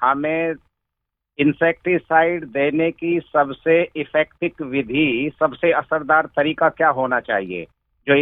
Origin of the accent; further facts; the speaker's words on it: Uttar Pradesh, India; और मैं डिस्ट्रिक्ट बागपत का रहने वाला हूँ।